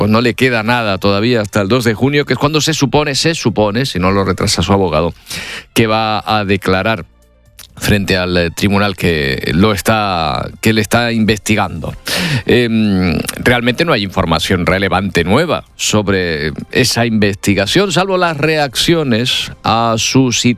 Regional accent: Canary Islands, Spain; No somos en Canarias un bloque uniforme

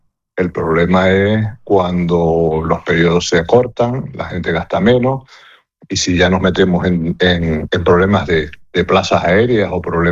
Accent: Canary Islands, Spain; somos el destino europeo más lejano prácticamente que hay

